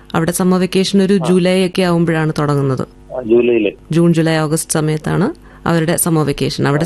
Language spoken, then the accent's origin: Malayalam; Thiruvananthapuram, Kerala, India; moved away as an adult; now in Germany; എന്റെ സ്ഥലം ട്രിവാൻഡ്രത്താണ്. ഫാമിലിയൊക്കെ പുറത്താണ്, ജർമ്മനിയിലാണ്. ഞാനിപ്പോ വെക്കേഷന് വേണ്ടിയിട്ട് നാട്ടില് വന്നിരിക്കുകയാണ്.